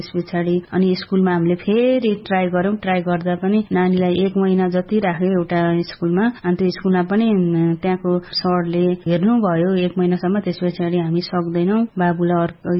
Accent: Sindhupalchok District, Bagmati, Nepal; now in Bhaktapur, Nepal; मेरो घर सिन्धुपाल्चोक जिल्लामा हो, म हाल भक्तपुरमा बस्छु

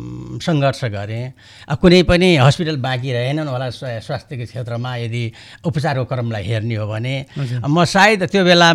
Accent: Ghorahi, Lumbini Province, Nepal; moved away as an adult; now in Banke, Nepal; मेरो जन्म चाहिँ दाङ, अहिले हाल घोराई उपमहानगरपालिका वडा नम्बर 12 हापुर भन्ने ठाउँमा मेरो जन्म भएको हो 2023 सालमा। र बाल्य जीवन पनि त्यहीँ बित्यो, शिक्षा दीक्षा पनि त्यहीँ बित्यो

